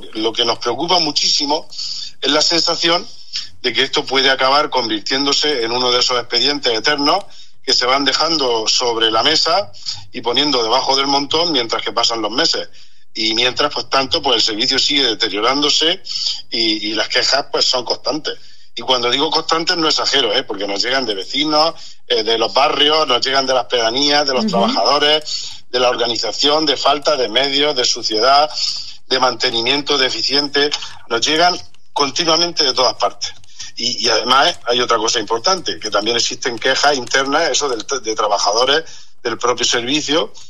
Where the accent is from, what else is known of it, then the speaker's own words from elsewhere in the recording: Caravaca de la Cruz, Region of Murcia, Spain; somos Caravaca de la Cruz desde el 62